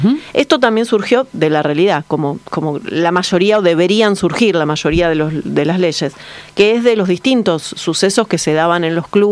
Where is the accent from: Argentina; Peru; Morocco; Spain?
Argentina